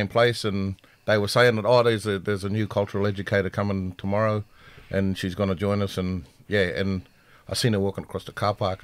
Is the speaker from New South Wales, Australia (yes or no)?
yes; Walgett, New South Wales, Australia; also born or lived in Collarenebri; So I was born in Collarinnabri in 1972, on Gomeroi country, and grew up at the junction of the Barwon and Nemoi rivers at a little place called Walgett.